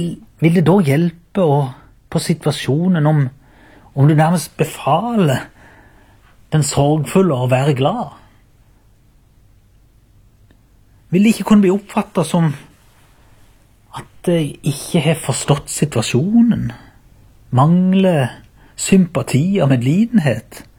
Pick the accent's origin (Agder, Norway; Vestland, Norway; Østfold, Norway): Agder, Norway; Byremo